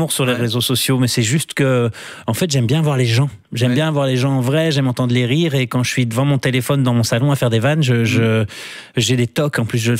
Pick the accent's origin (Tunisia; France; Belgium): Belgium; Brussels, Brussels-Capital Region; Moi, je suis bruxellois